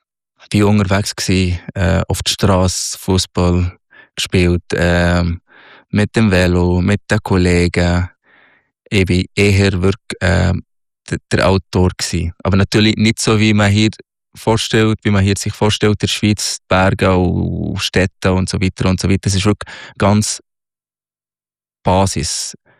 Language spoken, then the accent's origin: German; Minya, Minya Governorate, Egypt; now in Switzerland; Ich bin im Oberägypten aufgewachsen, am Nildelta, in El Minya. Das ist 3 Stunden südlich von Kairo, die Hauptstadt. In einem ja, sehr traditionelles Dorf, sozusagen, aber Dorf.